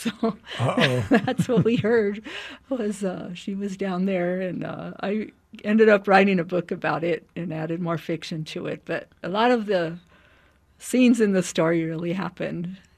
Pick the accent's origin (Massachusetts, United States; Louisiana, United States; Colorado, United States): Colorado, United States; Denver; I had growing up in the West Colfax neighborhood.